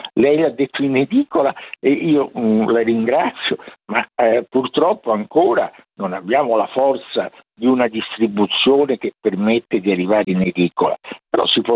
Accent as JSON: {"language": "Italian", "town": "Rome", "region": "Lazio", "country": "Italy", "said": "siccome sono romano io"}